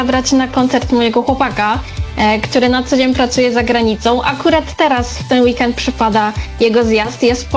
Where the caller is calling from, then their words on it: Lesser Poland, Poland; Jesteśmy z Krakowa i z okolic, także bliziutko.